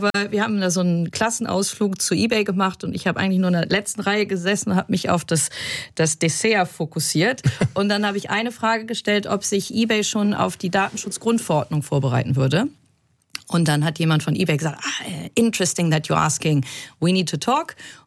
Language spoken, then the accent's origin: German; Bremen, Germany; moved away as an adult; also born or lived in Osnabrück / Hamburg / Florence / Rome; now in Switzerland; ursprünglich komme ich aus Bremen, Hanseatin dritter Generation, habe in Osnabrück studiert, habe dann in Hamburg promoviert. Dann war ich dreimal in Italien in meinem Leben. Ich habe in Italien ein Semester studiert, in Florenz.